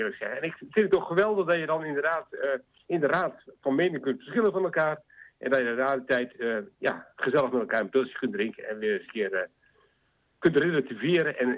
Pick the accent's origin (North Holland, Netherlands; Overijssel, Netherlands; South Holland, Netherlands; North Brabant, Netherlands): Overijssel, Netherlands; Rijssen; moved away as an adult; also born or lived in Nijverdal; now in Heerde, Netherlands; Een rasechte tukker. En ik ben geboren in Rijssen, heb daar eigenlijk ook mijn hele jeugd gewoond. Ik ging naar de middelbare school in Nijverdal. Dus wat dat betreft, ik heb in twee werelden geleefd. In Rijzen en in Nijverdal.